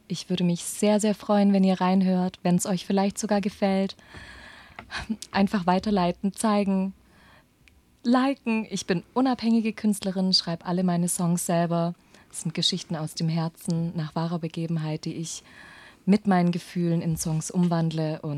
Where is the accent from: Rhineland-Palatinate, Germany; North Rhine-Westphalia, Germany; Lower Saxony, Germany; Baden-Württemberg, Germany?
Baden-Württemberg, Germany; Stuttgart; Ich meine, hey, wir kommen aus Stuttgart, wir sind Gäste.